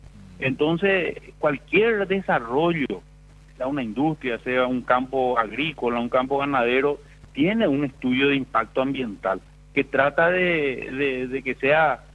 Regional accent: Chaco, Paraguay; como chaqueño, te voy a hablar como paraguayo

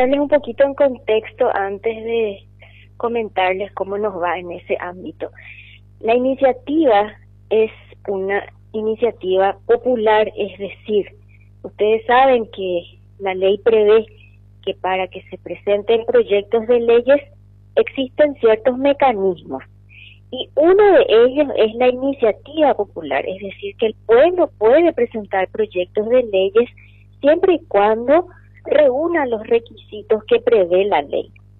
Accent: Paraguay; Nosotros como ciudadanos paraguayos, padres de familia

